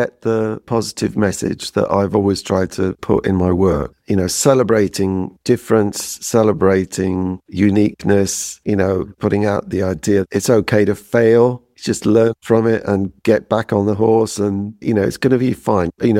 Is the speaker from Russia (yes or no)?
no; High Wycombe, South East England, United Kingdom; born there; my hometown at the time, High Wycombe